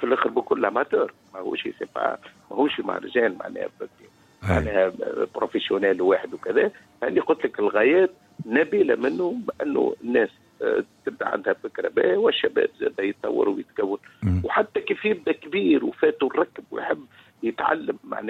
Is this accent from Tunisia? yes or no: yes; Tunisia; فما عنا من المغرب عنا من ليبيا عنا من الجزائر وإحنا ثلاثة من تونس